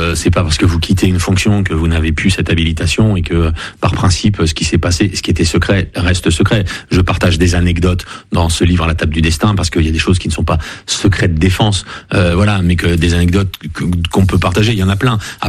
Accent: Neuilly-Plaisance, Île-de-France, France; je suis de Neuilly-Plaisance.

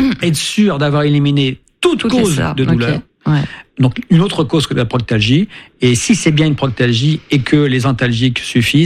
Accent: France; chez nous en France

